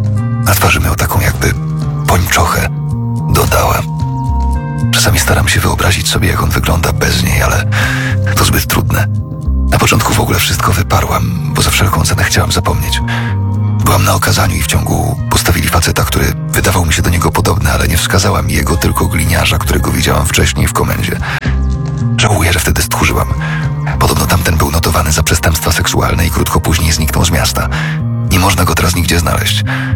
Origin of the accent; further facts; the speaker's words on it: Subcarpathian Voivodeship, Poland; Ale to żaden problem pojechać do mojej wsi na Podkarpaciu i zrobić krzywdę mojej mamie